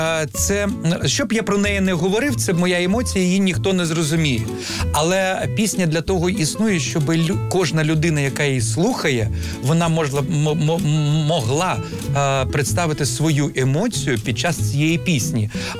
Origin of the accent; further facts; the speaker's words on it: Crimea, Ukraine; born there